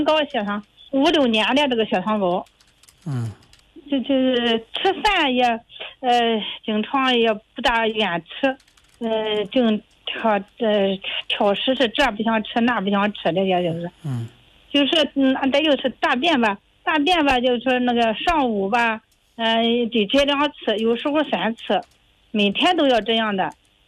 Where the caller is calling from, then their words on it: Jinan, Shandong, China; 我是济南的。